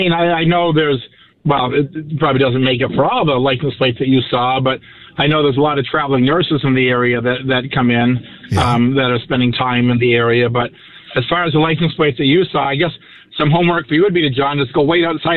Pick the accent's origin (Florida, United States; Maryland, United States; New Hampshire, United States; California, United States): New Hampshire, United States; Keene; I've been born and raised in Keene, so this, you know, I'm one of those lifetime guys here.